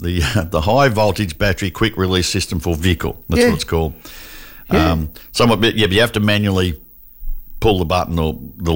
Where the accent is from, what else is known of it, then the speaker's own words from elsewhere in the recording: Australia; being Australian